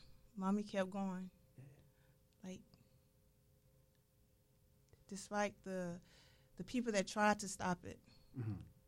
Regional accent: Apopka, Florida, United States; Apopka, Florida.

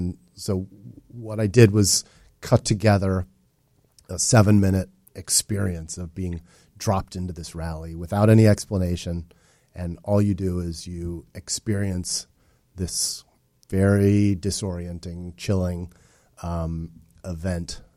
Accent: United States; I love America, I'm an American

